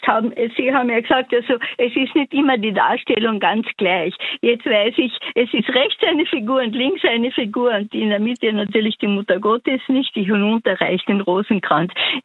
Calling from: Innsbruck, Tyrol, Austria; Also ich rufe aus Innsbruck.

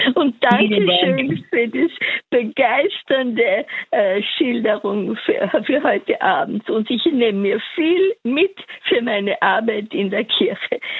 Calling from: Innsbruck, Tyrol, Austria; Ich bin aus der Pfarre Allerheiligen in Innsbruck.

